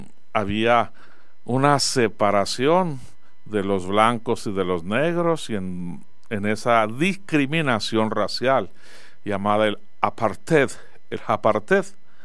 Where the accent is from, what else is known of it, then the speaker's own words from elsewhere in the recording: Zacatecas, Mexico; nuestro pueblo, nuestra sociedad zacatecana y nuestra sociedad mexicana